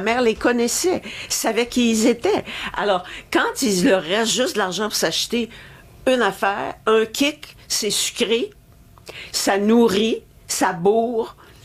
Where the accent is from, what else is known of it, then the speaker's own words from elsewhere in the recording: Montreal, Quebec, Canada; Moi, je suis de Montréal, montréalaise, pur jus.